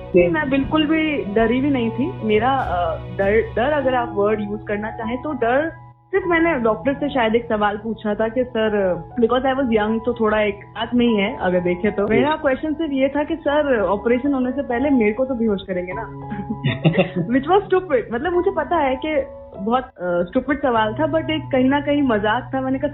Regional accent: Rajasthan, India; हम राजस्थान से हैं

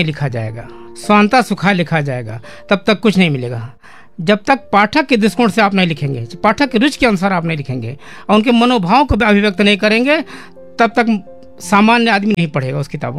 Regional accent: Gonda, Uttar Pradesh, India; moved away as an adult; now in Gorakhpur, India; मेरा बचपन का जीवन गोंडा आवाज में बीता है, मैं यहीं का विद्यार्थी रहा, बाल्यकाल से लेके और पढ़ाई तक यहीं रहा मैं।

